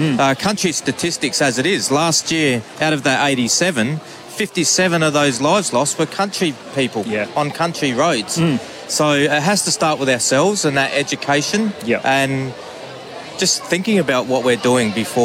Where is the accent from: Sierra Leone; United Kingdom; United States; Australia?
Australia; South Australia; I grew up in the Riverland, so I'm a country lad